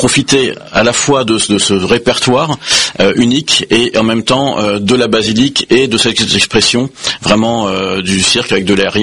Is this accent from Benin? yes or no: no; Île-de-France, France; je viens du Val d'Oise et je le revendique.